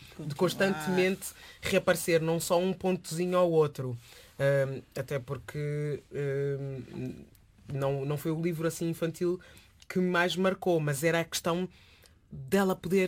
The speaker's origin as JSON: {"language": "Portuguese", "region": "Lisbon", "country": "Portugal", "said": "Principalmente sendo lisboeta, e isto não acontecia."}